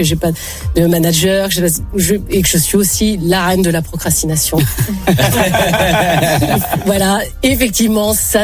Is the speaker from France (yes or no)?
yes; Brittany, France; Je suis pas bretonne pour rien.